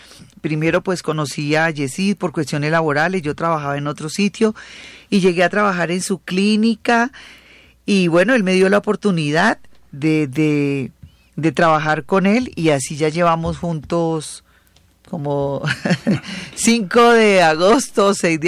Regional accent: Bogotá, Colombia; born there; Yo nací aquí en Bogotá, pero mis padres son de origen campesino.

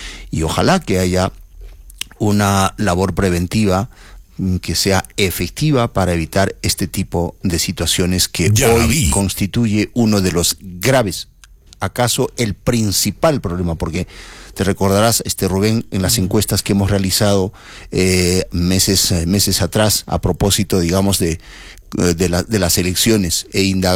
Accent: Peru

